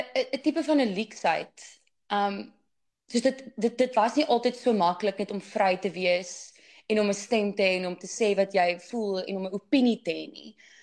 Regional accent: Durbanville, Western Cape, South Africa; also born or lived in Paarl; Ek het groot geword in Durbanville.

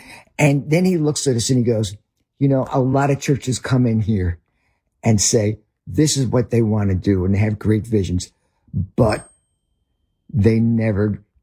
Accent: the North, Northern United States, United States; accent: Northern; As you can tell, I am a Northerner with my accent.

